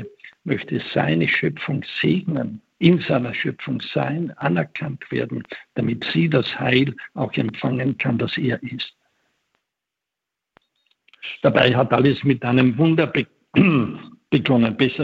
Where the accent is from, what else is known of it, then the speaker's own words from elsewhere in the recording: Vienna, Austria; Als Wiener